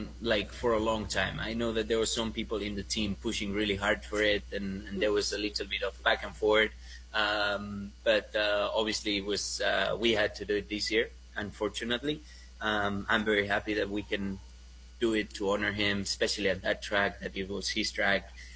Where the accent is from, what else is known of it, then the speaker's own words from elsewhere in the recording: Spain; accent: Spanish; English is a second language; It's my Spanish accent. It's my Spanish accent trying to talk Americano.